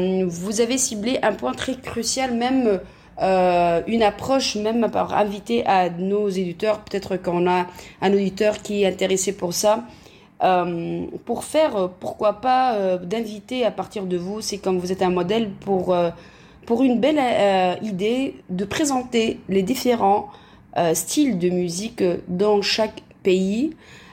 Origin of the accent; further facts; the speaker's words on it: Tunisia; je suis tunisienne